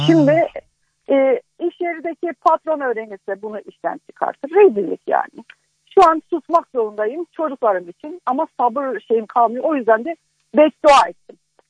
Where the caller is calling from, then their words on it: Kayseri, Turkey; Ben Kayseri'den arıyorum.